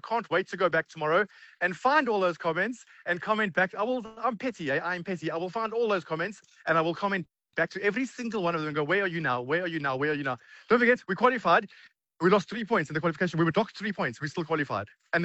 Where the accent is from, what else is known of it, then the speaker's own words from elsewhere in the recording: South Africa; oh, I love being South African. I love South Africans who are just amazing players.